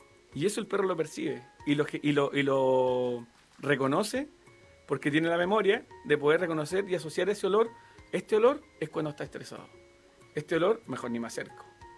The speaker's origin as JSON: {"language": "Spanish", "town": "Cunco", "region": "Araucanía", "country": "Chile", "tie": "born or raised there"}